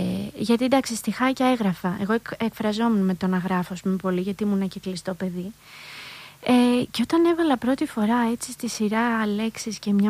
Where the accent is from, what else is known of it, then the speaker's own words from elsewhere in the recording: Aigio, West Greece, Greece; moved away as an adult; also born or lived in Ioannina; Μεγάλωσα και στο Αίγιο στην επαρχία